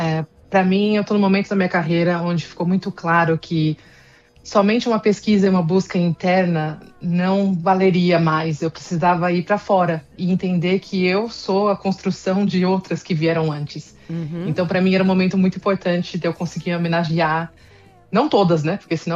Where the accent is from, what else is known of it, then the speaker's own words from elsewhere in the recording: São Paulo, Brazil; born there; also born or lived in Marília, São Paulo; Eu nasci em Marília, interior de São Paulo. Uhum. Mas passei grande parte da minha vida em São Paulo.